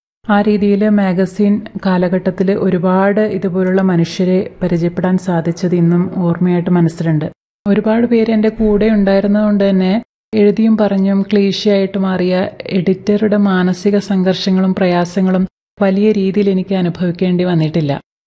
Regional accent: Kannur, Kerala, India; ഞാൻ കണ്ണൂർ സ്വദേശിയാണ്.

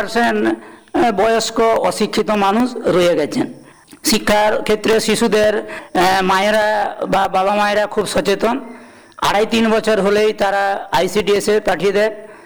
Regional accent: Kaloyakup, West Bengal, India; আমার বাড়ি ডেবরা থানার কালোয়াকুপ গ্রাম, পোস্ট ঝাঁঝিয়া, জেলা পশ্চিম মেদিনীপুর।

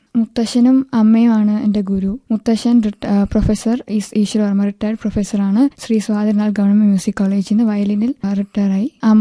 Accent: Thiruvananthapuram, Kerala, India; ഞാൻ ശ്രീകണ്ഠേശ്വരം ട്രിവാൻഡ്രത്തുനിന്ന് വരുന്നു.

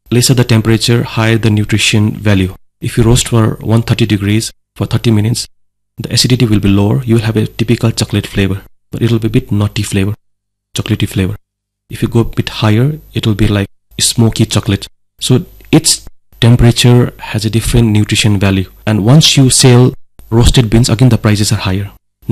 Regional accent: Sikkim, India; moved away as an adult; now in Nagaland, India; I'm from Sikkim, and Sikkim and Darjeeling is quite near. It's tea growing place.

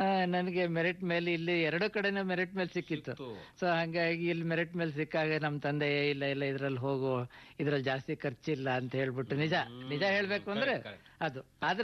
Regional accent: Bangalore, Karnataka, India; also born or lived in Chikka Hejjaji, Doddaballapur taluk / Belgaum; ನಾನು actually ಬೆಂಗಳೂರಿನವನು, Bengaluru district ಅಲ್ಲಿ ಚಿಕ್ಕ ಹೆಜ್ಜಾಜಿ ಅಂತ ದೊಡ್ಡಬಳ್ಳಾಪುರ ತಾಲೂಕಿನಿಂದ ನಾನು ಹುಟ್ಟಿ ಬೆಳೆದಿರೋದು. ಆದರೂ ಕೂಡ ನಗರದಲ್ಲಿನೇ ನಂದು ಬೆಳವಣಿಗೆ ಎಲ್ಲ, ನನ್ನ ಚೈಲ್ಡ್ಹುಡ್ ಆಗಲಿ ಕಾಲೇಜ್ ಡೇಸ್ ಅಲ್ಲಿ ಎಲ್ಲಾನು ಇಲ್ಲೇ ಕಳೆದಿರೋದು.

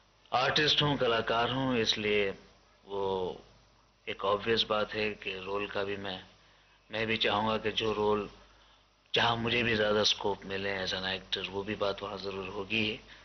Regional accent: Surat, Gujarat, India; मैं सूरत का रहने वाला हूँ, गुजरात का।

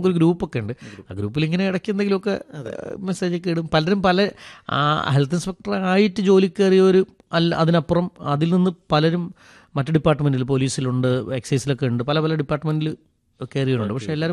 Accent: Kerala, India; പല പല വീടുകൾ, പല നാടുകളിൽ നിന്ന്, കേരളത്തിൻ്റെ വിവിധ സ്ഥലങ്ങളിൽ നിന്ന് വന്നു, പല ജാതി ആളുകൾ, പല മതങ്ങൾ

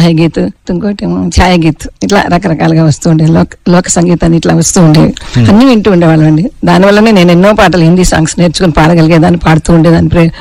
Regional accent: Anantavaram, Andhra Pradesh, India; moved away; నా చిన్నతనం అనంతవరం పల్లెటూరులో గడిచిందండి. నేను ఎలిమెంటరీ స్కూల్లోను, జిల్లా పరిషత్ హై స్కూల్లోను, 10వ తరగతి వరకు అనంతవరం గ్రామంలోనే చదువుకున్నాను.

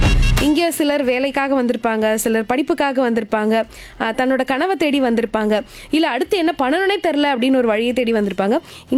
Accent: Chennai, Tamil Nadu, India; நான் சென்னையில் பிறந்தவங்க, சென்னைக்காரங்க அப்படின்றதுனால இன்னும் ரொம்பவே எமோஷனலாக பேசிட்டேன் அப்படின்னு நினைக்கிறேன். சென்னையிலேயே வளர்ந்ததுனால வந்து சென்னை அப்படின்றது வந்து ஒரு ஸ்பெஷலான இடம் எனக்கு.

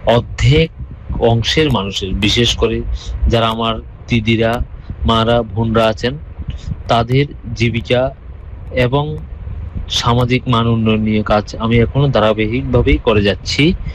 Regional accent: Tripura, India; born there; আমার বাড়ি মতাই রাজনগর গ্রামে। আমাদের মূলত কৃষক পরিবার, কৃষি আমাদের মূল জীবিকা।

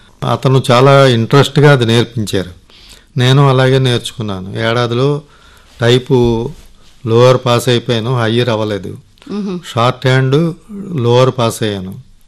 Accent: Kakinada, Andhra Pradesh, India; born there; moved away as an adult; also born or lived in Srikakulam district, Andhra Pradesh / Kolkata; నేను మధ్య వరసలో పుట్టాను, శ్రీకాకుళం జిల్లా. అక్కడి నుంచి కాకినాడ మేనమ తీసుకెళ్లి 6 నుంచి ఆ కాకినాడలోనే చదివించారు. పిఆర్ కాలేజీలో చదివాను.

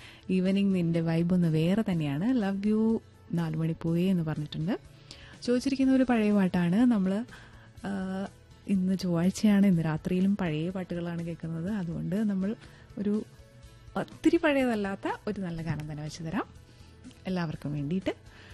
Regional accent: Chottanikkara, Kerala, India; ഞാൻ ചോട്ടാനിക്കരയിൽ നിന്നാണ്.

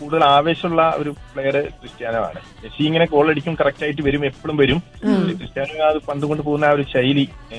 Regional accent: Nilambur, Kerala, India; also born or lived in Pala; നാട് ജനിച്ചത് പാലായിലാണ്, ഞങ്ങള് ചെറുപ്പത്തിൽ ഇവിടേക്ക് നിലമ്പൂരിൽ വന്നാണ്, 3 വയസ്സൊക്കെ.

